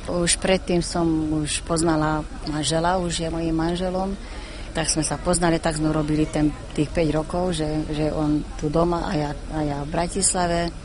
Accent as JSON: {"language": "Slovak", "town": "Veszprém", "region": "Veszprém County", "country": "Hungary", "tie": "born or raised there", "said": "Ja som z Maďarska, z Vespremu, pri Balatone. Ja som tam vyrástla, tam som chodila aj do základnej, aj do strednej školy."}